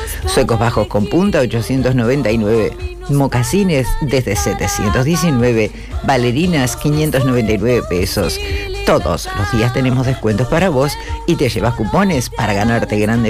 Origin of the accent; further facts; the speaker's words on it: Uruguay; como buenos uruguayos que somos